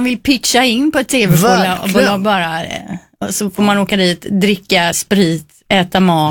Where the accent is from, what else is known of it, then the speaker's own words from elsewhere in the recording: Gothenburg, Västra Götaland County, Sweden; accent: Gothenburg dialect (göteborgska); Jag pratar ju göteborgska också.